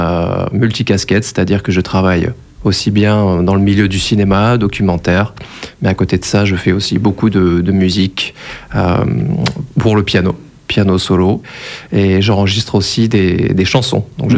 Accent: Lille, Hauts-de-France, France; Alors, moi, je viens de la région lilloise à la base.

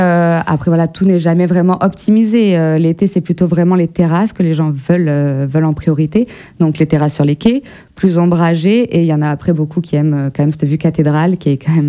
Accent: Périgueux, Nouvelle-Aquitaine, France; born or raised there

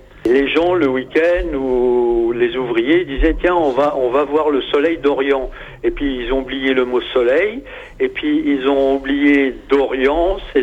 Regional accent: Perros-Guirec, Brittany, France; Et puis après, j'ai fait les Côtes d'Armor, puisque je suis des Côtes d'Armor, donc Perros-Guirec.

